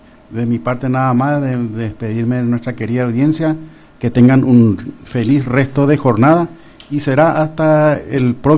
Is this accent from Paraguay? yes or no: yes; Asunción, Asunción Capital District, Paraguay; born there; Yo nací en la Cruz Blanca. La Cruz Blanca que queda sobre Rodríguez, Francia y Juan y Oleari. En el centro mismo es de Asunción. Entonces, por eso lo que hablo más castellano que el guaraní.